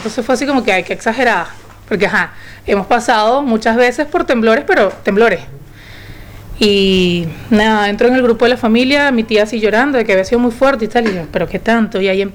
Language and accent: Spanish; Barquisimeto, Lara, Venezuela; moved away as an adult; now in Treinta y Tres, Uruguay; soy venezolana de la ciudad de Barquisimeto. Tengo 8 años acá en Uruguay, tengo 6 años acá en 33.